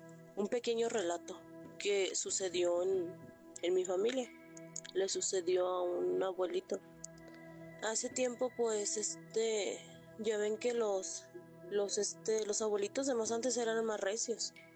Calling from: Michoacán, Mexico; Somos del estado de Michoacán.

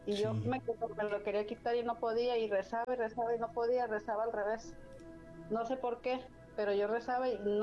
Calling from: Villahermosa, Tabasco, Mexico; nosotros somos de Villahermosa, Tabasco.

